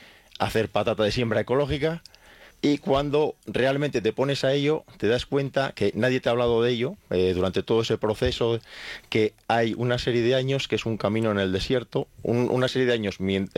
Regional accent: Castile and León, Spain; El Geoparque Las Loras, mi pueblo justo abajo de Las Tuerces.

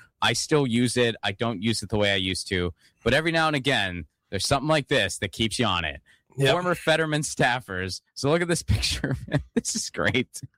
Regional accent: Pennsylvania, United States; I am from Western Pennsylvania.

